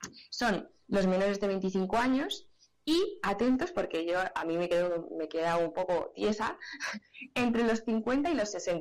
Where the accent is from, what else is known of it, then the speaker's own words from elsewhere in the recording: Fuentearmegil, Castile and León, Spain; mi pueblo es Fuente-Armesil. Nos tenemos que desplazar prácticamente 20 kilómetros hasta la tienda más cercana de alimentación.